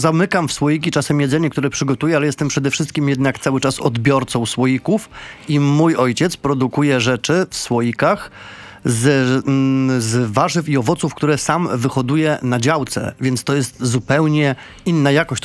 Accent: Zamość, Lublin Voivodeship, Poland; now in Warsaw, Poland; Ja z domu, z rodzinnego zamościa, w którym mieszkam, nie wyjadę bez słoika.

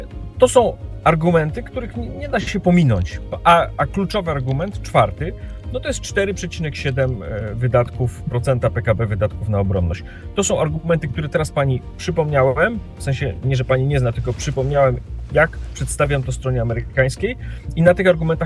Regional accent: Rzeszów, Subcarpathian Voivodeship, Poland; pochodzę z Polski Południowo-Wschodniej, z Rzeszowa, ale to nie chodzi tylko o Rzeszów, chodzi o świętokrzyskie, lubelskie, małopolskie.

